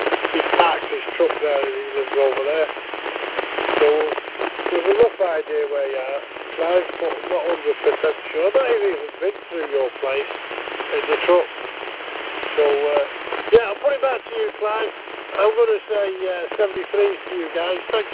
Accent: Stockport, North West England, United Kingdom; I'm from Stockport in Cheshire.

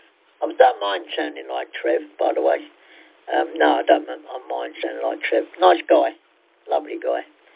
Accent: London, United Kingdom; born there; accent: South London; also born or lived in Hammersmith; I'm a Londoner. I'm born in Kennington, and then moved to Hammersmith and lived in a diabetic hostel.

